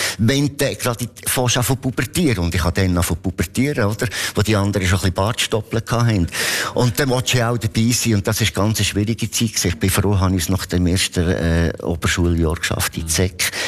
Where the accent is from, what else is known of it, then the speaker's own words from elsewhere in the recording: Lucerne, Switzerland; ich als Luzerner